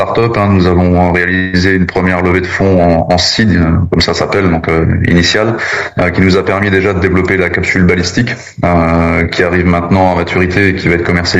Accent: Grand Est, France

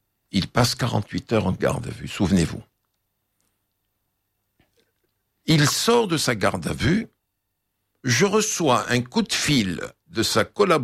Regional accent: Lebanon; Je suis Libanais.

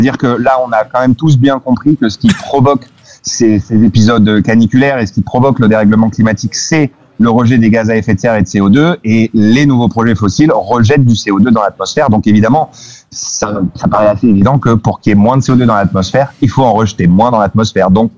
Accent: France; Mais je pourrais dire, en tant que Français, on s'enorgueillerait peut-être de montrer la voie, peut-être.

